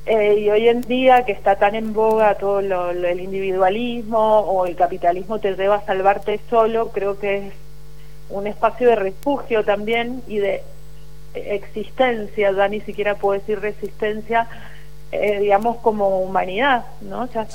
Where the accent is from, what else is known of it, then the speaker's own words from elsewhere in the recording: Mendoza, Argentina; el público mendocino es un público muy exigente, somos muy andinos